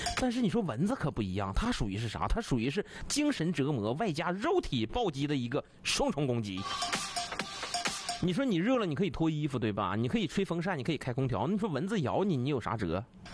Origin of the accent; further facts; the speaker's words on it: Northeast China, China; 咱们东北人老百姓五花八门、千奇百怪又好笑又真实的夏日驱蚊小妙招